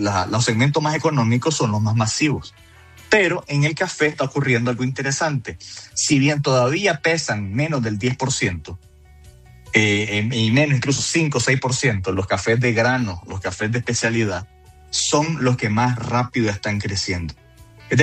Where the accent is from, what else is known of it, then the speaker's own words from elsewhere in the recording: Colombia; seguir promoviendo el consumo de esta bebida, que es parte de nuestra cultura como colombiano